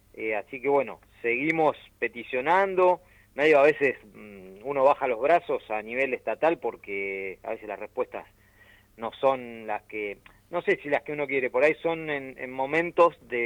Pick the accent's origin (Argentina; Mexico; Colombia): Argentina; Santa Teresita, Buenos Aires Province; also born or lived in San Clemente del Tuyú; yo nací en San Clemente, pero soy de toda la vida de Santa Teresita. Nací en San Clemente por una cuestión de que no había maternidad en Santa Teresita, pero siempre viví en Santa Teresita.